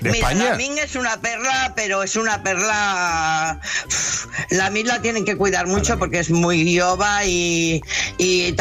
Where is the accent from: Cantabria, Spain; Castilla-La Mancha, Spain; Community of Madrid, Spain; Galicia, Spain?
Community of Madrid, Spain; Madrid; now in Barcelona, Spain; Yo soy de Madrid. Yo vivo aquí en Barcelona hace muchísimos años, pero soy de Madrid y he nacido al lado del campo del Atlético de Madrid